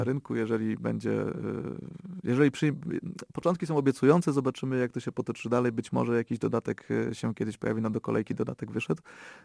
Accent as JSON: {"language": "Polish", "town": "Grodków", "region": "Opole Voivodeship", "country": "Poland", "tie": "born or raised there", "said": "Stąd ten Grodków, więc troszkę wyrosłem w tych klimatach i jest to mi rzeczywiście bliskie."}